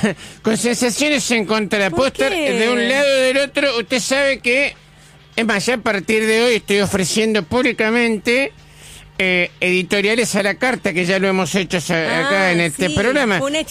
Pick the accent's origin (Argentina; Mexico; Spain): Argentina; El acuerdo, a ver, yo como argentino, el acuerdo de Roca Runciman, 1930, los frigoríficos.